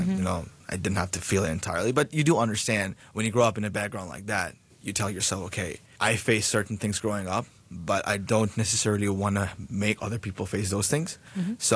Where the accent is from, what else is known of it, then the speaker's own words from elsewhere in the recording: Bangladesh; moved away as an adult; now in Hong Kong; I'm originally from Bangladesh. I came to Hong Kong around 3.5 years back for university particularly.